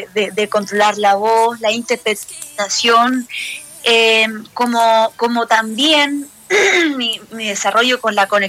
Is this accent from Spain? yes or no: no; Santiago, Santiago Metropolitan Region, Chile; Soy de Santiago.